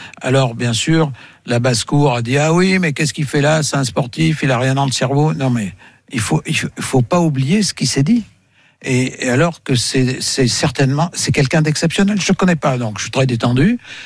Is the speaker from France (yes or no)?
yes; France; Je suis français, c'est